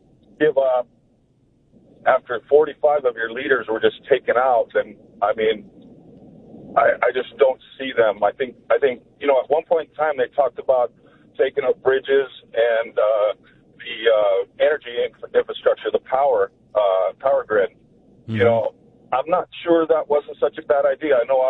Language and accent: English; United States; You know, we grew up in the United States.